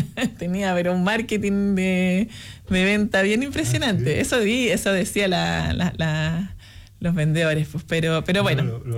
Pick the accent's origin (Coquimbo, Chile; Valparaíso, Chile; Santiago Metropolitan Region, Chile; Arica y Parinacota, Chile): Santiago Metropolitan Region, Chile; Santiago; moved away as an adult; now in Puerto Aysén, Chile; Hace 10 inviernos llegué, te digo. Yo vengo de Santiago. Estudié en Santiago y llevo 10 años de acá.